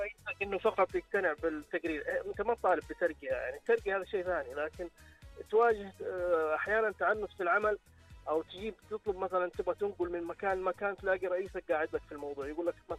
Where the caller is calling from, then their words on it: Jeddah, Makkah Province, Saudi Arabia; جدة. جدة،